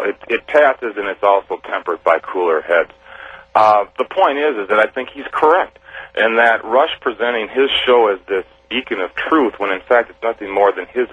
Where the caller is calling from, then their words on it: Kenosha, Wisconsin, United States; from Kenosha, Wisconsin.